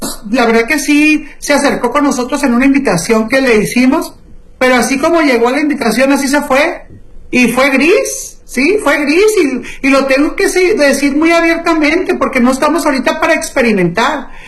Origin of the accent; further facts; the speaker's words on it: Sinaloa, Mexico; todos los sinaloenses que salimos todos los días